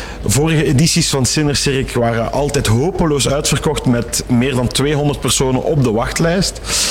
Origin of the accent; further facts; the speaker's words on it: Halen, Flanders, Belgium; Daar zijn we vorig jaar in december mee gestart met de eerste editie. Dat was in mijn thuisstad Halen.